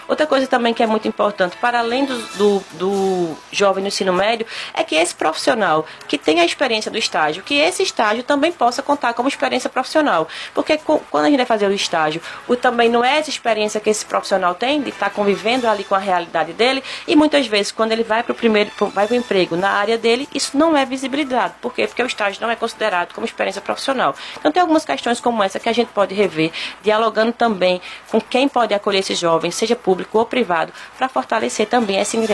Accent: Caruaru, Pernambuco, Brazil; Caruaru, minha terrinha querida do coração

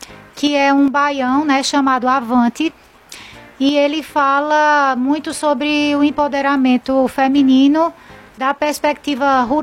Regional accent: Caruaru, Pernambuco, Brazil; eu sou de Caruaru e sou uma apreciadora do forró, né? Que a gente escuta desde pequenininha, né?

